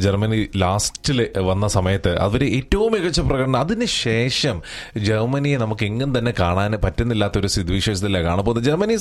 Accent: Kuttanad, Kerala, India; നമ്മുടെ ചമ്പക്കുളങ്ങാര് ഞങ്ങളുടെ കുട്ടനാടുകാരെല്ലാം

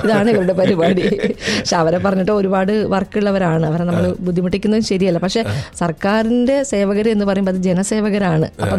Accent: Kerala, India; now in Dubai, United Arab Emirates; മലയാളി എന്ന നിലയിൽ, ഇന്ത്യൻ എന്ന നിലയിൽ

